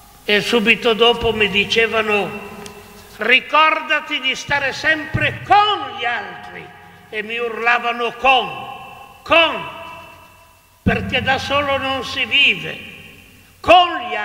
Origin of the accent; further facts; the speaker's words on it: Piedmont, Italy; io sono cresciuto nel mio paese del Monferrato